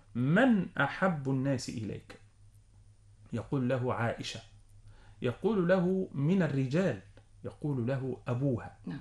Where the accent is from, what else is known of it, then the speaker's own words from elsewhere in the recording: Egypt; باللغة العامية الطيبة بتاعتنا كمصريين